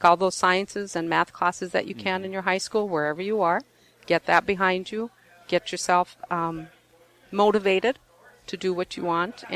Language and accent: English; United States; as American Indian people